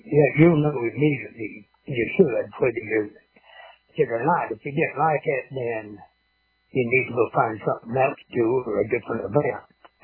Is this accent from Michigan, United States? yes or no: yes; Owosso, Michigan, United States; Farming community, called Owosso. That's 20 miles due west of Flint, Michigan.